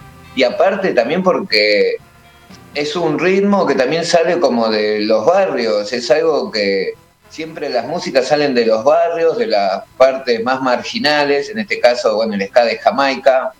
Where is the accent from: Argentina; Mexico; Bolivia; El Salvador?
Argentina; Moreno, Buenos Aires Province; Somos de Moreno, como habíamos dicho, pero la mitad de la banda, algunos son de Hurlingham, hay de Caseros, ha habido gente hasta de Elviso en la banda, ¿viste?